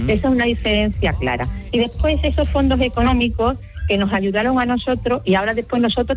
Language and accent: Spanish; Punta Umbría, Andalusia, Spain; now in Germany; Desde que te nada más ir desde la punta, ¿no? Desde Punta Umbría en Huelva hasta donde vivo en Alemania